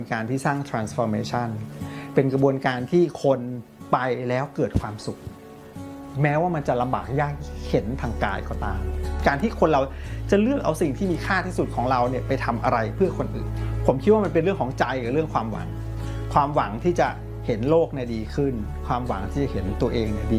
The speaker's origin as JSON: {"language": "Thai", "region": "Bangkok", "country": "Thailand", "tie": "born or raised there", "said": "เป็นเด็กกรุงเทพครับเกิดและโตที่กรุงเทพที่บ้านเนี่ยให้ความสำคัญกับการเรียนรู้มาก"}